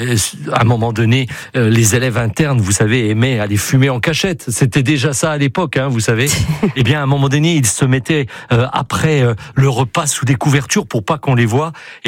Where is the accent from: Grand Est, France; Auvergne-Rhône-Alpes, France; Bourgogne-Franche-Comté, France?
Grand Est, France; Charleville-Mézières; also born or lived in Martinique; now in Basque Country, France; je suis originaire des Ardennes, de Charleville-Mézières, j'ai vécu en Martinique, et puis voilà, je viens au Pays Basque